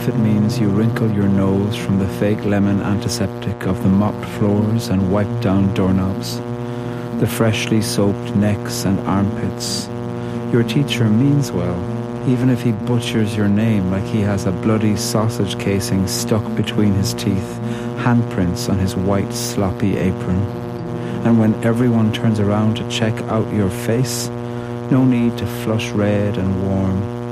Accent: Ireland; I'm a poet from Ireland, and I think that poetry offers the world something that's small enough to carry close to your heart

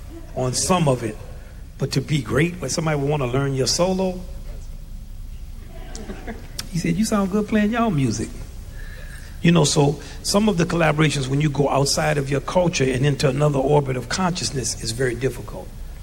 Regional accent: Louisiana, United States; from Texas. I'm from Louisiana.

